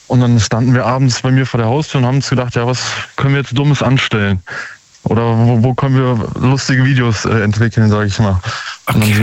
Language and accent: German; Usingen, Hesse, Germany; Ich komme aus Usingen.